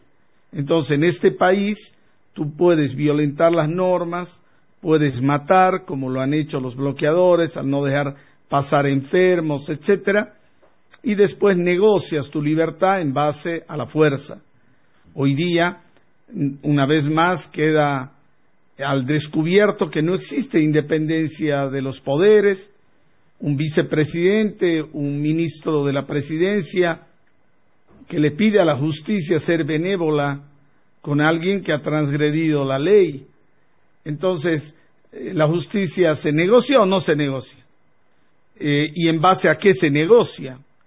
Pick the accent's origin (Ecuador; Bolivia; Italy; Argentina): Bolivia; somos todos los bolivianos de bien que queremos vivir en libertad, en democracia.